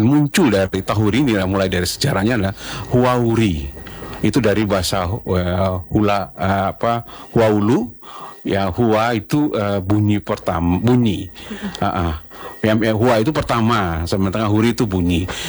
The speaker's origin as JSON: {"language": "Indonesian", "town": "Ambon", "region": "Maluku", "country": "Indonesia", "said": "Nah, hari ini kita akan bicara tentang maestronya adalah yang kita orang Ambon bilang Opa Loli."}